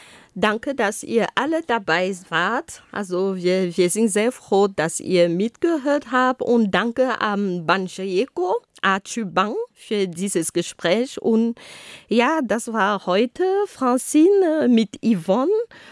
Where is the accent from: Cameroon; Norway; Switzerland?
Cameroon; first language Ghomala'; German is a second language; moved away; In Kamerun sprechen wir zum Beispiel, also die Amtssprachen Französisch und Englisch, aber ich habe immerhin noch meine Homala